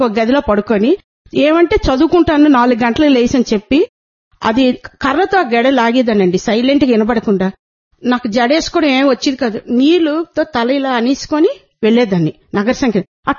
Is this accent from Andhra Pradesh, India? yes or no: yes; Visakhapatnam, Andhra Pradesh, India; నాది వైజాగ్.